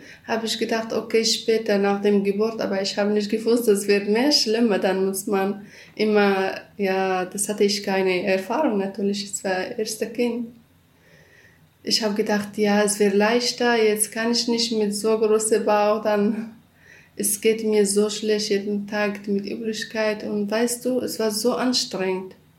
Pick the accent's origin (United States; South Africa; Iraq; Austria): Iraq; German is a second language; moved away as an adult; now in Germany; sagt, ich bin Kurden, dann das nennt man, dass ich Araber bin oder so. Wegen des, man muss immer sagen, ich komme aus dem Nordirak.